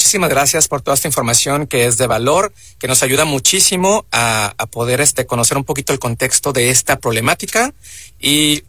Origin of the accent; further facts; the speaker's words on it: Coyotitán, Sinaloa, Mexico; moved away; Yo soy de Coyotitán, Sinaloa, del municipio de San Ignacio.